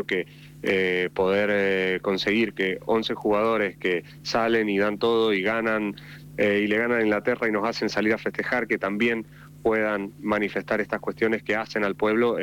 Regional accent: Argentina

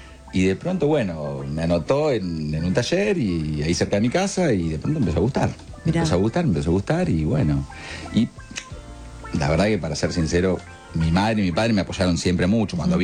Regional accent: Mar del Plata, Buenos Aires Province, Argentina; moved away as an adult; also born or lived in Mexico; yo soy de Mar del Plata también, así que alquilaba y eso y lo otro, y de pronto surgió la posibilidad de ir a México y fui a vivir a México.

